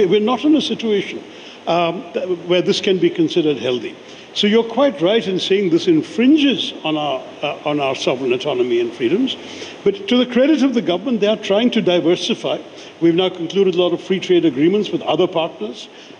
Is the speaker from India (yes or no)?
yes; India; me as an Indian